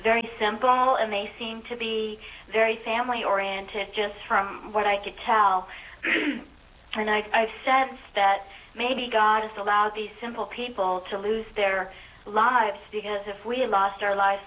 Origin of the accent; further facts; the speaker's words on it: Virginia, United States; I'm from Virginia.